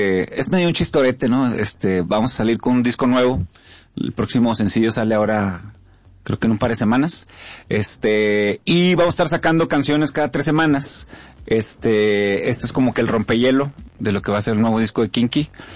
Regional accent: Monterrey, Nuevo León, Mexico; Híjole, pues es Monterrey Centro. Crecí entre las Mitras y luego ya me hice San Petrino.

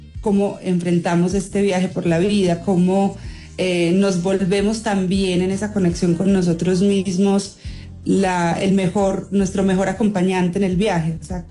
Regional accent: Colombia; moved away; also born or lived in United States / Mexico; Luego yo me fui de Colombia, entonces también por eso muchas personas uno piensa que la gente no se va a olvidar de uno

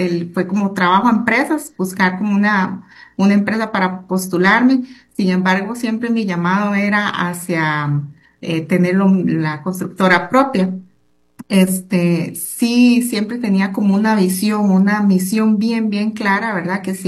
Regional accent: Desamparados, San José, Costa Rica; Yo vengo de la zona de Desamparados, ¿verdad? Donde había pocas oportunidades

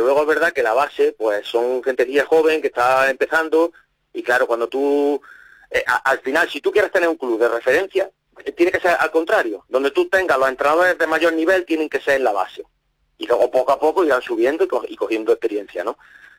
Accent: Martos, Andalusia, Spain; yo soy de Martos, y en Martos hay 3 equipos de fútbol.

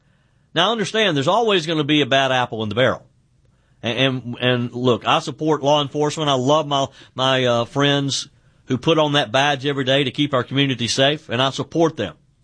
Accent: South Carolina, United States; I mean, right here in my home state of South Carolina

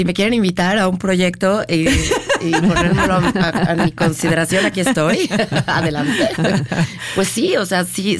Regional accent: Mexico; Es que yo soy la única mexicana en la película.

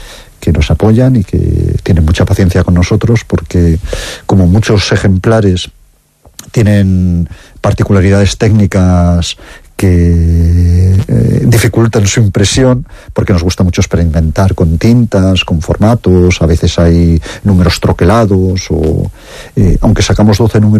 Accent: Castile, Spain; la España interior, la España vacía, la Castilla nuestra

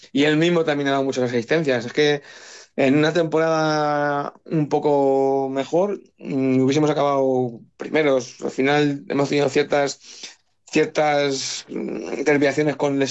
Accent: Toledo, Castilla-La Mancha, Spain; Yo al final soy toledano y al final y toledano de capital, o sea, nada de Talavera, nada de cosas raras, o sea, toledano de Toledo.

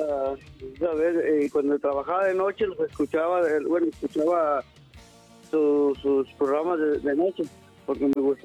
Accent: Zacatecas, Mexico; also born or lived in Hidalgo, Mexico; now in Alabama, United States; Yo soy originario de Miguel, de Zacatecas, y de ahí me fui para el estado de Hidalgo. Allá me casé, tengo mis hijos allá

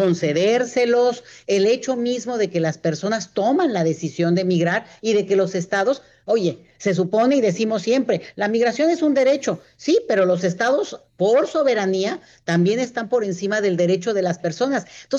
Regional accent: Mexico; nos incluye como mexicanos

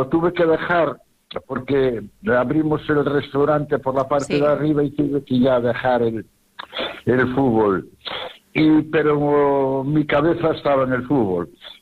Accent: Redondela, Galicia, Spain; Y yo también, como soy un amante de mi pueblo, y sí. sabes que Redondela, hay muchas actividades lúdicas y de cultura y de todo eso.

